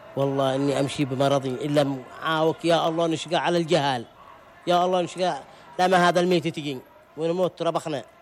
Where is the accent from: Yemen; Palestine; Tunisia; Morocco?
Yemen; نحن شعب يمني واحد